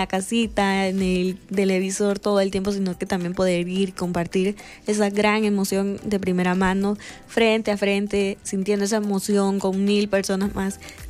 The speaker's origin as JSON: {"language": "Spanish", "country": "El Salvador", "said": "podemos apoyar a la afición como buenos salvadoreños"}